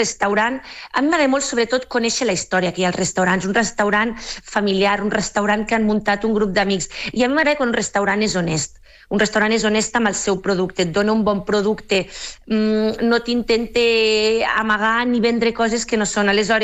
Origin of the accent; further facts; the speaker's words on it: La Seu d'Urgell, Catalonia, Spain; moved away as an adult; now in Santa Susanna, Spain; jo no sóc del Maresme, vale? Jo sóc de la Seu d'Urgell. Llavors, jo he estat, vull dir, vaig passar tota la vida a la Seu d'Urgell, vacances a la Costa Brava, no havia estilat molt, eh? Lloret tampoc, i ara fa un parell o tres de mesos m'he mudat a Santa Susana